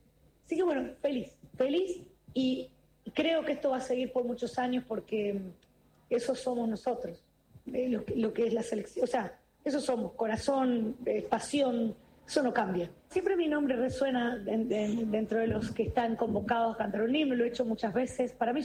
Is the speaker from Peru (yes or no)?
no; Santa Fe, Argentina